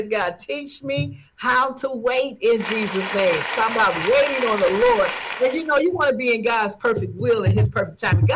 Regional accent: Birmingham, Alabama, United States; Alabama. That's my birthplace right there, Birmingham, Alabama. I was born down south. I'm an Alabamian. I'm not from Chile, Chicago. No, we're from Birmingham, Alabama.

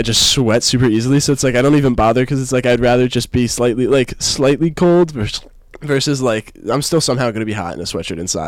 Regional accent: New Jersey, United States; growing up in New Jersey

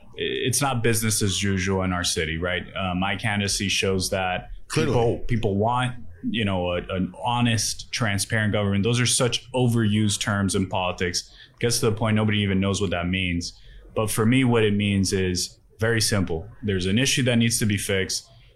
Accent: Hialeah, Florida, United States; Hialeah is a city where we have over 300,000 residents. So, you know, to be able, and it's my hometown, most importantly.

